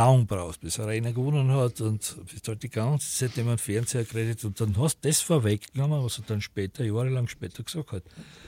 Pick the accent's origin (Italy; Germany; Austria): Austria; Wagna, Styria; born or raised there